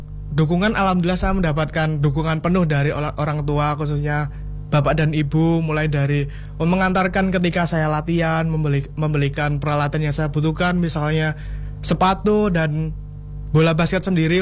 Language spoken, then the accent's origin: Indonesian; Bantul, Special Region of Yogyakarta, Indonesia; Kebetulan saya dari Bantul, Bapak. Dari Bantul.